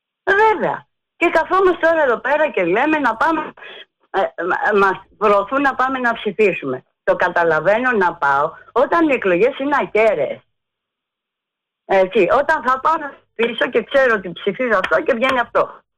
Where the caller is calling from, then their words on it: Greece; Και σαν Ελληνίδα